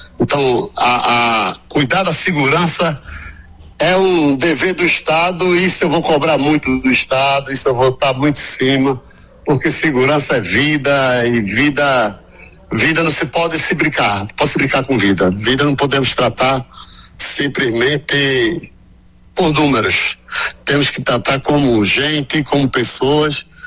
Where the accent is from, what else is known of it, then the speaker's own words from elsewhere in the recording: Pernambuco, Brazil; Pernambuco. É meu estado, é minha terra natal. É onde eu nasci, onde eu tenho tudo na minha vida.